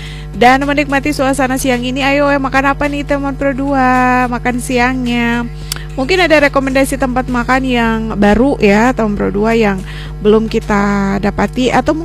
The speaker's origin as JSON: {"language": "Indonesian", "town": "Ambon", "region": "Maluku", "country": "Indonesia", "said": "kita sebagai orang Ambon."}